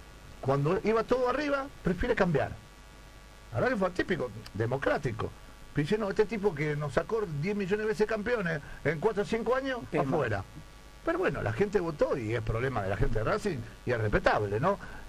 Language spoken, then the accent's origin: Spanish; Argentina